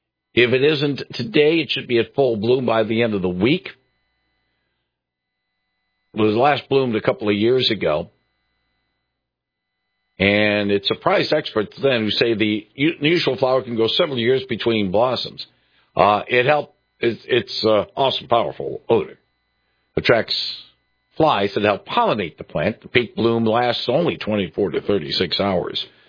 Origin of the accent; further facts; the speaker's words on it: Detroit, Michigan, United States; now in West Michigan, United States; Growing up in Detroit